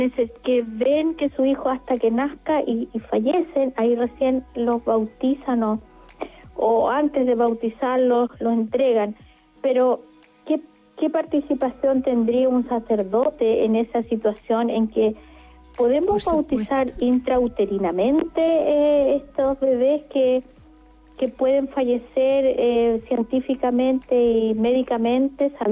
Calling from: Santiago, Santiago Metropolitan Region, Chile; De La Reina

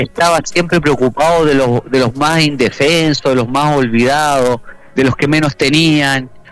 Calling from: Panama

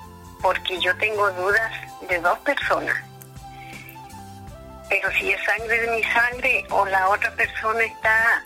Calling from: Ancud, Los Lagos, Chile; De Ancud.

